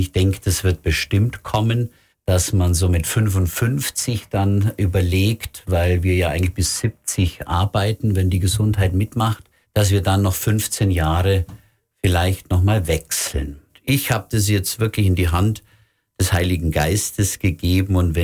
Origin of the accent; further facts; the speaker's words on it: Greisbach, Bavaria, Germany; Und meine Heimat ist ja ursprünglich in Nordschwaben, in Greisbach. Da leben meine Eltern, in Donauwörth meine Schwester mit Familie.